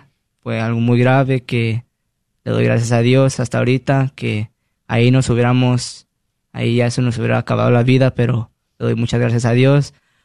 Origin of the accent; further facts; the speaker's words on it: Sacramento, California, United States; Yo crecí aquí en el sur de Sacramento, para ser exacto, ahí viví durante toda mi vida hasta ahorita